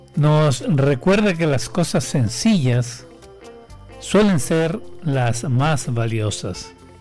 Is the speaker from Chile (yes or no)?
yes; Litueche, O'Higgins, Chile; desde Rosario de los Solís, pues, los que somos de Rosario de los Solís